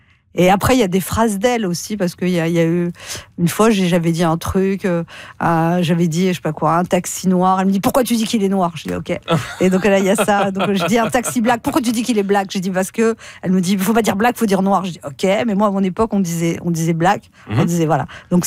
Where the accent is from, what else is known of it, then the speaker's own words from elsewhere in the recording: France; Je dis bah oui, je suis française.